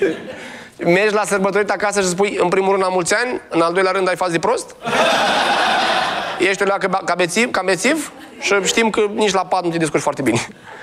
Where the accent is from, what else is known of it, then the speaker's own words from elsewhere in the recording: Moldavia, Romania; Scuze, sunt moldovean, am problemele astea.